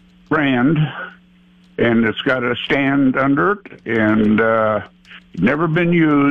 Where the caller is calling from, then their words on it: Hartford, South Dakota, United States; from Hartford.